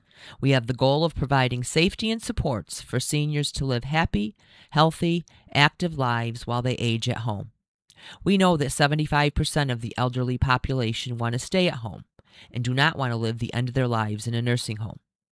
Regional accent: Massachusetts, United States; moved away as an adult; now in Nashua, United States; I grew up in Western Mass and moved to a suburb of Boston following graduate school because that's where the jobs were. My husband and I then moved to the Granite State to buy a house and start a family in Nashua.

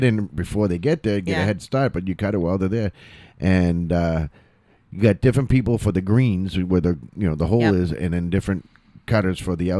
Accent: Massachusetts, United States; now in New Hampshire, United States; I'm a transplant from Massachusetts.

